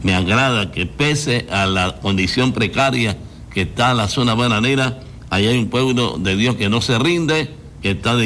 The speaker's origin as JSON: {"language": "Spanish", "town": "Puerto Armuelles", "region": "Chiriquí", "country": "Panama", "said": "la gente linda de mi pueblo, de mi ciudad, Puerto Amuelles"}